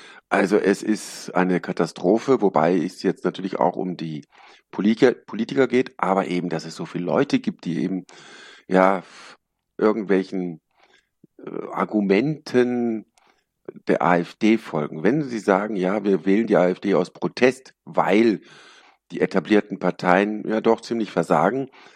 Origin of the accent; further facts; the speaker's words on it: Essen, North Rhine-Westphalia, Germany; Heute in meinem Alter, in Essen, wo ich herkomme, wenn da um 19 Uhr die Geschäfte im Herbst zu haben machen und es ist dunkel, ich gehe da nicht mehr.